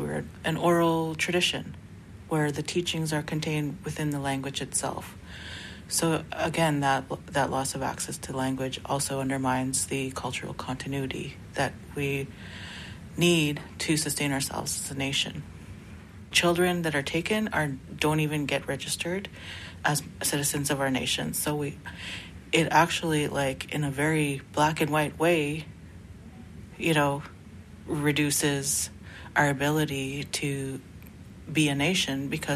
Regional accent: Grand Rapids, Manitoba, Canada; I grew up in Grand Rapids, the daughter of a fisherman

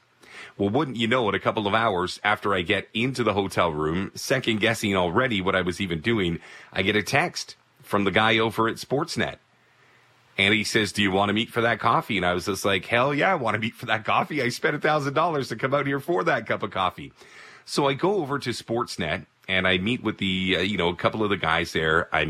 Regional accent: Toronto, Ontario, Canada; a city as big as Toronto, which is my hometown, by the way, Scarborough, Morningside and Ellesmere represent

